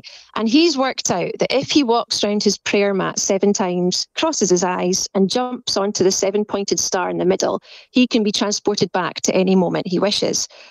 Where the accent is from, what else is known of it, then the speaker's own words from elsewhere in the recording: Scotland, United Kingdom; as a Scot, I'm very aware of that as well.